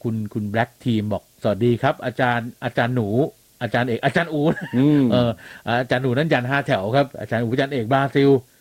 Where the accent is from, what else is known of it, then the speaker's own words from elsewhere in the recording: Bangkok, Thailand; แทบจะเป็นคนเดียวเลยมั้งที่เป็นคนกรุงเทพอ่ะ